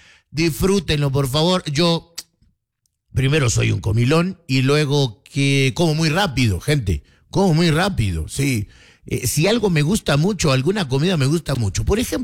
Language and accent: Spanish; Atlántico, Colombia; moved away; nosotros venimos de el Atlántico, de la costa atlántica, de allí venimos, entonces nos acostumbraron a plátano frito.